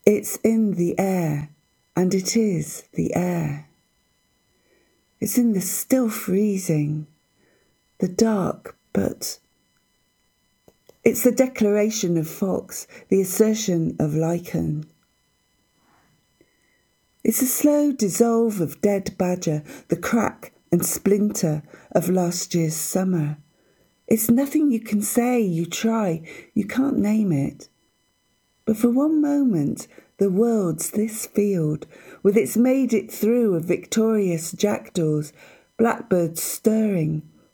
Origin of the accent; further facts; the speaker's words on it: Bristol, South West England, United Kingdom; I'm from Bristol, which is where I live.